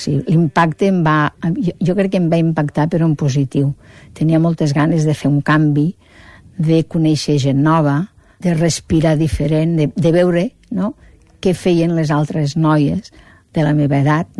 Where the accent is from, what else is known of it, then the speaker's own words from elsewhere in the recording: Catalonia, Spain; accent: Western Catalan; Però jo mai no he volgut amagar el meu accent occidental.